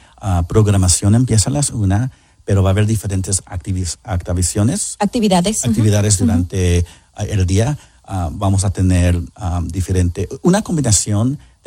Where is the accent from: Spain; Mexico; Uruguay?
Mexico; Somos mexicanos, naturalmente, nos vamos a quedar hasta